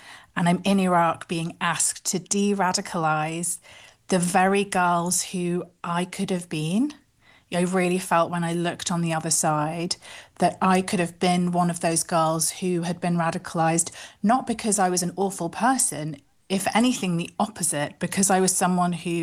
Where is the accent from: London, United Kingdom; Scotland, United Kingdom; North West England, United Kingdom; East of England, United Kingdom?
North West England, United Kingdom; Manchester; when I had been a teenager growing up in Manchester